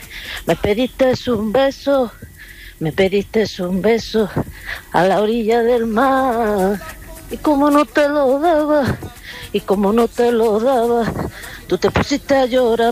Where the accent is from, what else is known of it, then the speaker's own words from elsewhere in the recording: Palma de Mallorca, Balearic Islands, Spain; de Palma de Mallorca.